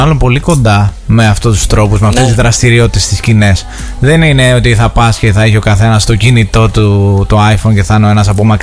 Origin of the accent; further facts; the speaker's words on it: Stagira, Central Macedonia, Greece; το χωριό μου Στάγυρα Χαλκιδικής